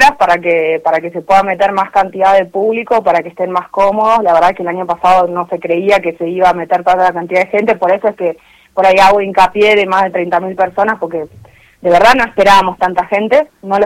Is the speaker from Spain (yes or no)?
no; Salta, Argentina; nos pasa a nosotros en Salta.